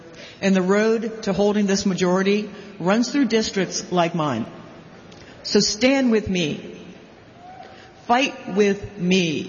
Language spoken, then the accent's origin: English; Missouri, United States; I'm a hillbilly from the Ozarks. I have the honor to represent Southeast Missouri in Congress, which is where my family has been for 7 generations.